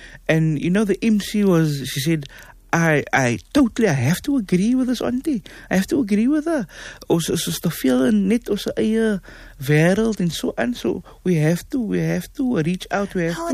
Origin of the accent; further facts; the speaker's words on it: Cape Town, Western Cape, South Africa; Like for myself, I was from Cape Town. I was the only person from Cape Town in the room.